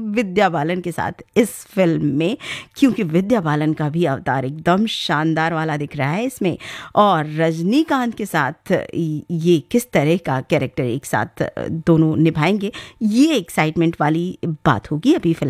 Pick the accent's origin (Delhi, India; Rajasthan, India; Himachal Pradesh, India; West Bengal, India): Delhi, India; कि बॉम्बे तो मेरा शहर नहीं है, दिल्ली है